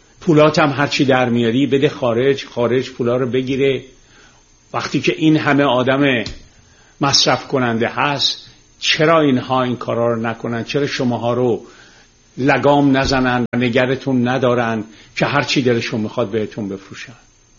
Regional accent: Tehran, Tehran Province, Iran; چون ما تو گل و شل بزرگ شدیم، من روزی که خیابون کوچه های تهرون رو تیر میذاشتم که سیم برق بکشن یادمه. خونه ما که برق کشیدن

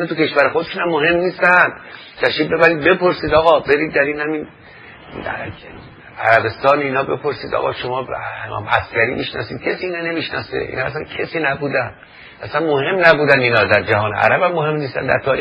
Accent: Iran; بنانیم ایرانی هستیم،

